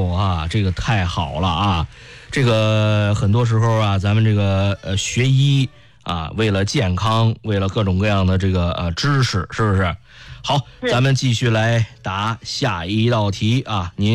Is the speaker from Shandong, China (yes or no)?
yes; Shandong, China; 因为我老家是山东的啊，老家这个山东啊